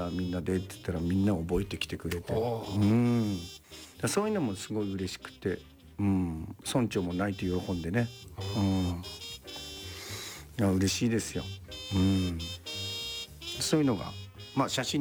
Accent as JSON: {"language": "Japanese", "town": "Kawauchi", "region": "Fukushima", "country": "Japan", "tie": "born or raised there", "said": "自分のふるさとでこうやって最後は川内小唄歌って"}